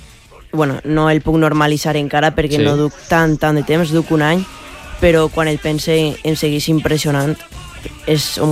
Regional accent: Quart de Poblet, Valencian Community, Spain; quan varen inaugurar un skate per al meu poble, a Quart de Poblet.

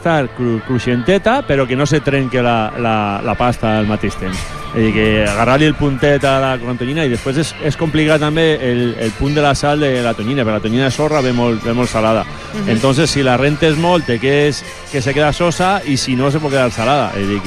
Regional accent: Santa Pola, Valencian Community, Spain; Jo soc de Santa Pola

